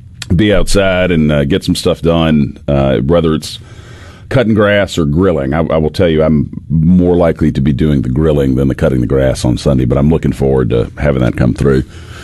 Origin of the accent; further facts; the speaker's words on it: Mississippi, United States; we're both kind of Mississippi homers